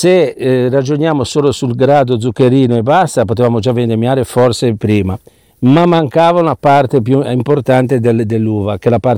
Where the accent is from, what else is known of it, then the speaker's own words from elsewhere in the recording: Genoa, Liguria, Italy; ci aggiungo anche da genovese